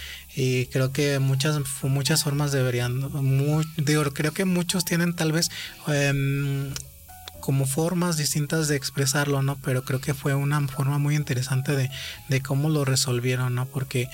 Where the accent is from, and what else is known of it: Mexico